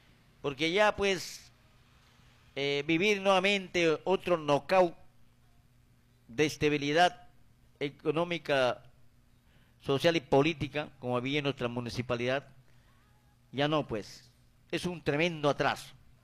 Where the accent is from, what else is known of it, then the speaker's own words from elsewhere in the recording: Aguaytía, Ucayali, Peru; born there; Somos de ucayalinos, pero yo nací en Abaitía, pero pertenezco a Ucayali.